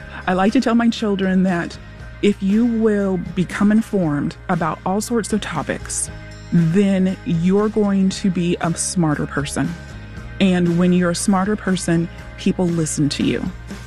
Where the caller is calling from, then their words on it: Chapel Hill, North Carolina, United States; I'm from Chapel Hill.